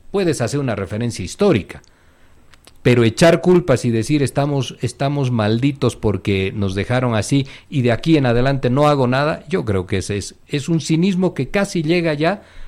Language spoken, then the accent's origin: Spanish; Bolivia